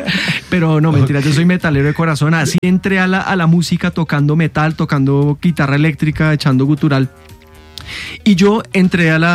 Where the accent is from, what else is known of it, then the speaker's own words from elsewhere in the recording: Bogotá, Colombia; No, yo soy más rolo que... Yo soy más rolo que... ¿Qué será? Que echarle queso al chocolate.